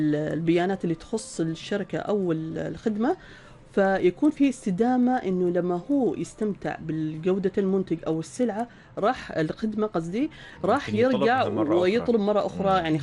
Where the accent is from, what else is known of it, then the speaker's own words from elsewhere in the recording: Salalah, Dhofar, Oman; عندنا في صلالة